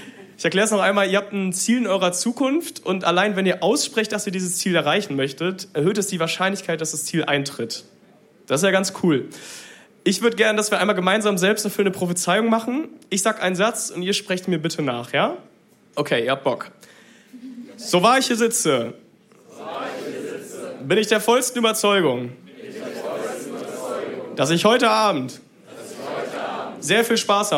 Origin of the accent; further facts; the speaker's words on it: Münster, North Rhine-Westphalia, Germany; moved away as an adult; now in Bielefeld, Germany; Ich bin in Münster aufgewachsen, ist jetzt hier so Wahlheimat für mich in Bielefeld.